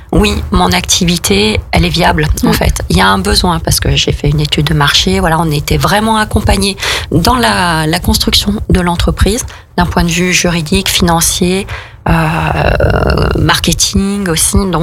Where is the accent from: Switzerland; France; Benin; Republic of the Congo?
France; Saint-Étienne, Auvergne-Rhône-Alpes; moved away as an adult; also born or lived in Savoie / Haute-Savoie; je suis originaire de Saint-Étienne